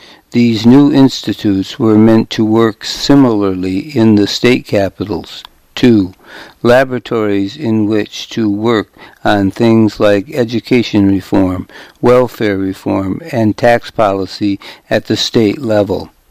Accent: Arizona, United States; it was one of my home state senators, the Democrat Dennis DeConcini, who gave me a shot.

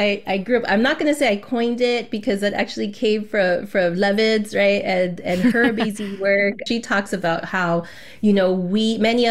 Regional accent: United States; And then Chicana, I was technically, born and raised in the United States. So I have all of these, how do we say, like multicultural identities, right, that are fluid through me.

